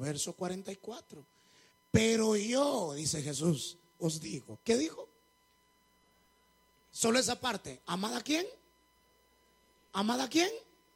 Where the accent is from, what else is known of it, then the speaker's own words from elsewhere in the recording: Zacapa, Guatemala; Porque yo soy de Zacapa, tierra caliente.